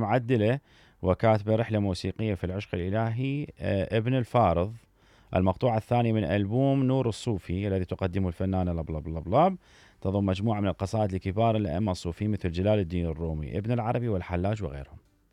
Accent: Iraq; المهم الجهتين اللي دخلوا عندنا بالعراق

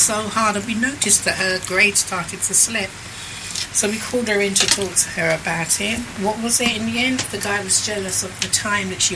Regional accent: London, United Kingdom; And I thought, you know, I'm the Canning Town girl. I'm from East London.

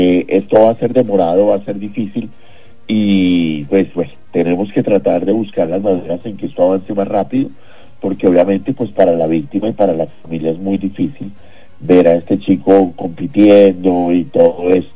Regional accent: Colombia; el mensaje es que gane el que gane, seguiremos siendo colombianos. Seguiremos siendo colombianos y tendremos que salir a trabajar

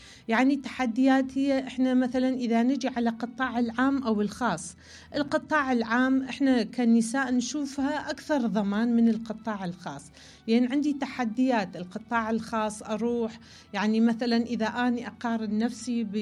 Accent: Iraq; لأن أنا عراقية

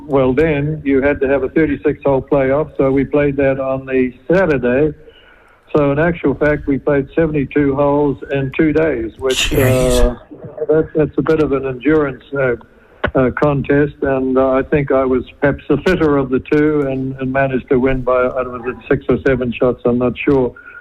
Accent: Masterton, Wellington, New Zealand; also born or lived in Carterton / Martinborough; I lived the first 20 years of my life in the Wairarapa. But I only lived in Martinborough and Masterton, but not Carterton.

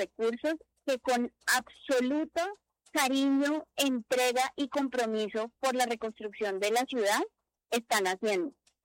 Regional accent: Ibagué, Tolima, Colombia; born there; el Tolima es de donde yo vengo, es mi lugar de procedencia. Yo nací en Ibagué

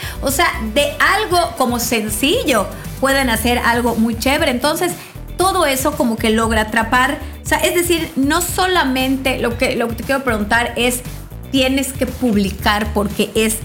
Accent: Mexico

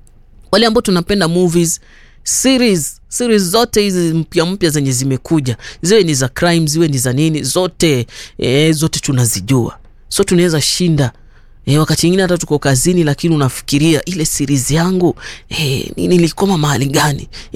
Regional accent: Kenya; now in Nairobi, Kenya; So kule kwetu kwa lugha ya kipokom tunasema ni mbothe.

